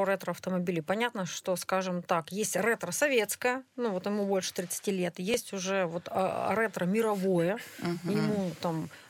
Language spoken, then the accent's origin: Russian; Urals, Russia; у нас в Пышме, и мы можем все уральцы гордиться этим